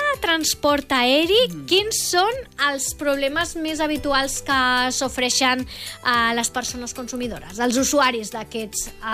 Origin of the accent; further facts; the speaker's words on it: Mallorca, Balearic Islands, Spain; Jo, que soc de Mallorca